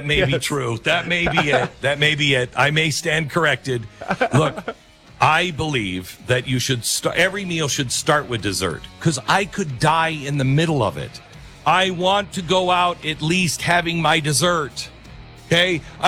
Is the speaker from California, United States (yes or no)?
no; Seattle, Washington, United States; born or raised there; now in US East Coast